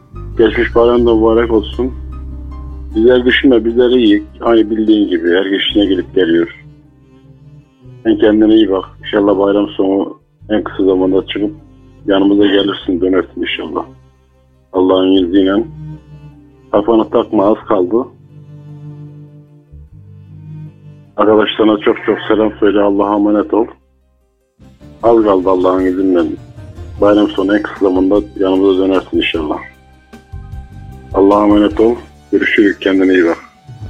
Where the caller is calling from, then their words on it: Adana, Turkey; Adana Diyen'den arıyorum.